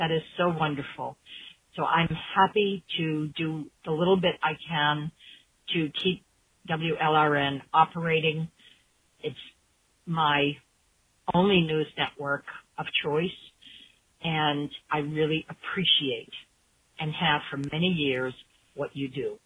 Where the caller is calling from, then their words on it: Deerfield Beach, Florida, United States; I'm from Deerfield Beach, Florida.